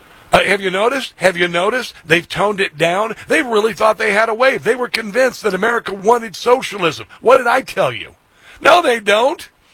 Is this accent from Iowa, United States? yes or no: yes; Iowa, United States; also born or lived in Nebraska, United States / Kansas, United States; Nebraska favors the GOP, my home state originally, grew up in Iowa though, and Kansas, where I most recently lived for 10 years.